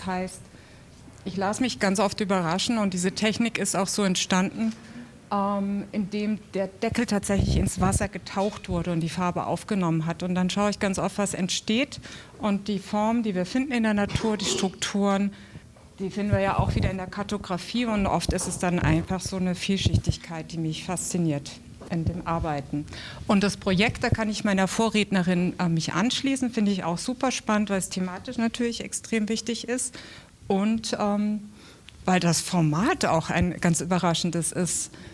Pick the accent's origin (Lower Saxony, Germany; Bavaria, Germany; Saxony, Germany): Bavaria, Germany; Munich; ich komme aus München.